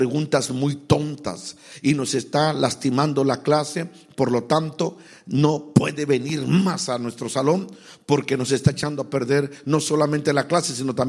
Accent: Mexico; en mi país, en mi México lindo y querido

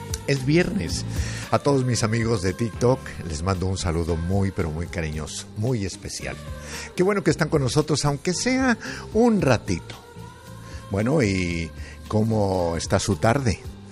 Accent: Tlaltenango, Zacatecas, Mexico; now in Los Angeles, United States; si alguno de por allá de Tlaltenango sabe por qué le dicen Chinches Bravas a mi pueblo

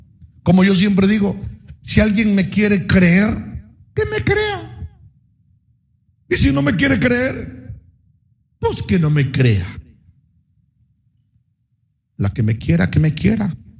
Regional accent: Tangamandapio, Michoacán, Mexico; Mire, yo soy de la Peña Colorada, allá de un rancho, por allá, por Tangamanapio. Entonces, gracias al Señor que llegué aquí y los años que Dios me ha permitido vivir aquí

